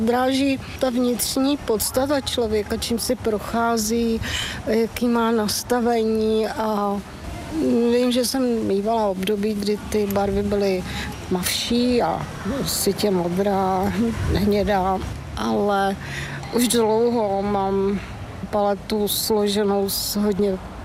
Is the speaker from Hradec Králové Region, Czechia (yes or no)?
yes; Vrchovina, Hradec Králové Region, Czechia; ale jinak opravdu jsem od dětství ve Vrchovině, u Nový Paky.